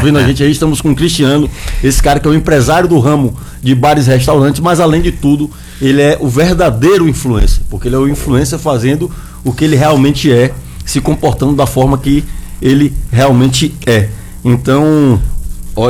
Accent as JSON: {"language": "Portuguese", "country": "Brazil", "said": "eu sou brasileiro. Claro. Né? Eu sou dessa terra."}